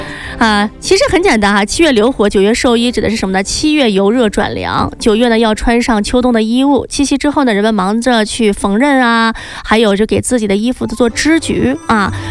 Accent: China

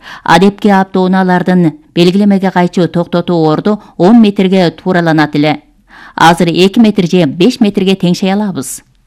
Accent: Xinjiang, China; Үрүмчү Лопнур жогору ылдамдыктагы таш жолунда каттоо башталбай турганда, мен бул жерде туулуп өскөн жергиликтүү малчы элем.

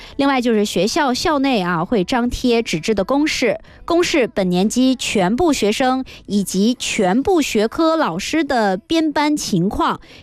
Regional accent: Northeast China, China; now in Guangdong, China; 因为我们一般都是说小升初啊，东北这边都是说小升初的

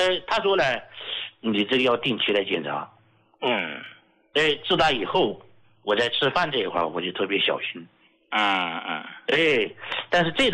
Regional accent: Sichuan, China; accent: Sichuanese; 就我们四川话讲呢，那睡的踏实了

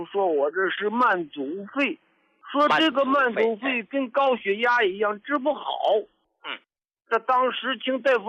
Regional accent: Shenyang, Liaoning, China; 我是来自辽宁沈阳的一个患者。

